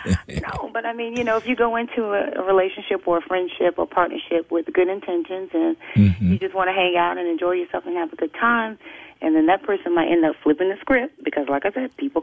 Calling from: Syracuse, New York, United States; I'm calling from Syracuse, New York.

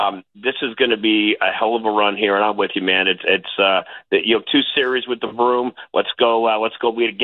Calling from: St. Louis, Missouri, United States

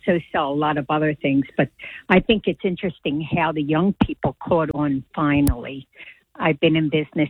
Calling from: Lahaska, Pennsylvania, United States; I'm from Dina's Dynasty in the Village People Antiques. And we're up in Lahaska near Doylestown, PA and Peddler's Village.

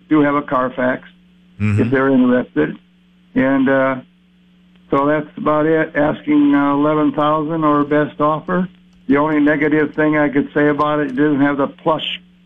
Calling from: Winchester, United States; from Winchester, but I'm moving into an independent living in Sioux Falls.

